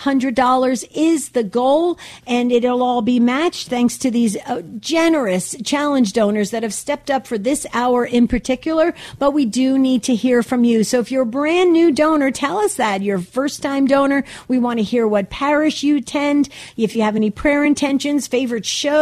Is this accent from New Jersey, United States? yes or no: yes; New Jersey, United States; I grew up in New Jersey.